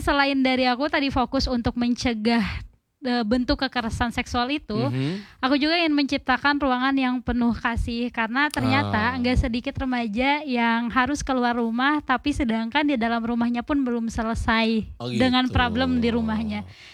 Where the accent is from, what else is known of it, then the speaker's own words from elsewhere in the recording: Cimahi, West Java, Indonesia; Iya, aku dari Cimahi.